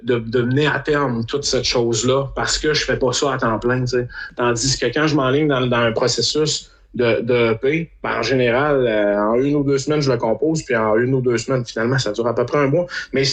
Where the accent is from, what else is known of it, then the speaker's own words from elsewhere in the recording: Quebec, Canada; ça doit pas être tout le monde qui va voir que je viens du Québec, là.